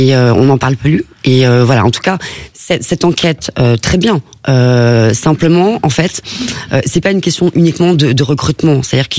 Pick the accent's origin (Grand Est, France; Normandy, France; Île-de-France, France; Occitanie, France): Île-de-France, France; Paris; moi je suis parisienne